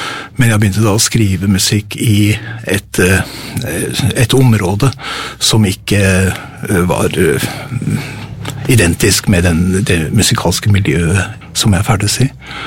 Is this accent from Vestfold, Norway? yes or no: no; Bodø, Nordland, Norway; jeg er født og oppvokst i Frelsesarmeen i Nord-Norge.